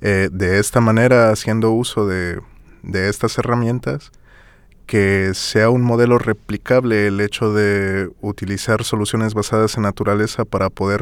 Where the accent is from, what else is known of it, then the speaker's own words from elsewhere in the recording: Veracruz, Mexico; now in Santiago, Chile; pero es más similar aquí a Chile que a Veracruz, el pueblo de donde yo vengo.